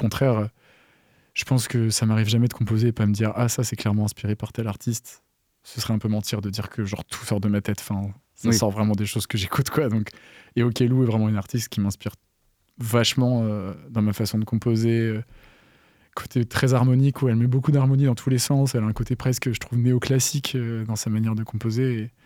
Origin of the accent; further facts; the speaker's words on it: Vannes, Brittany, France; now in Nantes, France; Né à Vannes.